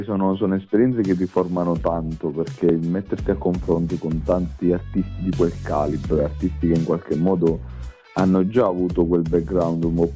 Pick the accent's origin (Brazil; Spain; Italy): Italy; Lagonegro, Basilicata; Adesso il 27 tra l'altro la facciamo a Lago Negro nel mio paese